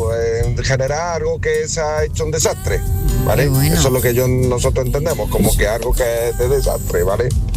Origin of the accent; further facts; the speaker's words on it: Baena, Andalusia, Spain; Pues mira, yo aquí en la zona del sur de Córdoba, esfarriado, concretamente yo soy de Baena